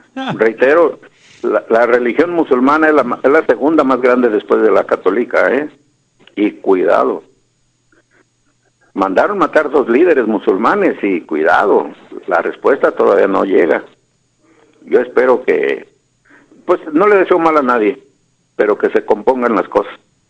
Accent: Mexico

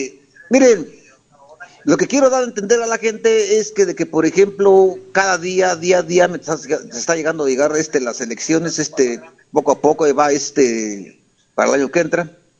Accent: Mexico

